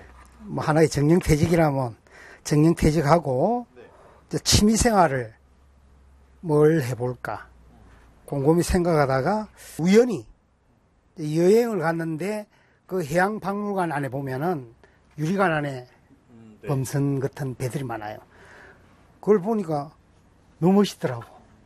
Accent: Tongyeong, South Gyeongsang, South Korea; moved away as an adult; now in Geoje, South Korea; 난 원래 태어난 고향은 통영, 옛날에 우리 시대 때는 충무였지.

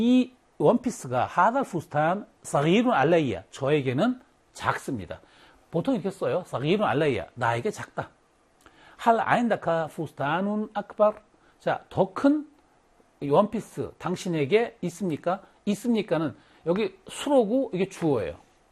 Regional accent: Wonju, Gangwon, South Korea; 나는 원주라고 생각하는데, 내 고향 원주가 제일 예쁘다고 생각하는데, 약간 그 개인적인 의견인 것 같아요.

